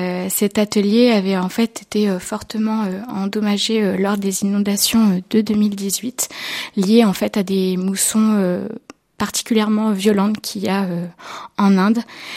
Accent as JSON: {"language": "French", "town": "Bourges", "region": "Centre-Val de Loire", "country": "France", "also_born_or_lived": "Les Menuires, Savoie / Toulouse", "moved": "as an adult", "said": "j'ai 27 ans et je viens de Bourges dans le Cher."}